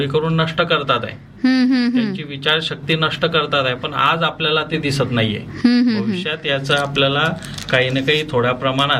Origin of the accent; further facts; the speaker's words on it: Anturli, Maharashtra, India; also born or lived in Mhaswad, Shahada taluka; Madam माझं जे बालपण आहे ते खेड्यातच झालेलं आहे. अंतुर्ली या गावामध्ये 12वी पर्यंतचं शिक्षण घेतलं.